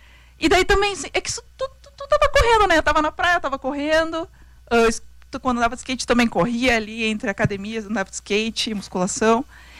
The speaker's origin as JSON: {"language": "Portuguese", "town": "Porto Alegre", "region": "Rio Grande do Sul", "country": "Brazil", "lives_now": "São Paulo, Brazil", "said": "eu sou de Porto Alegre, mas moro aqui há 4 anos, em São Paulo."}